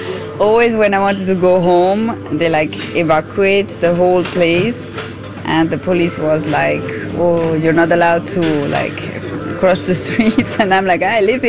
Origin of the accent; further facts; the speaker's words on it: Zurich, Switzerland; I grew up in Zurich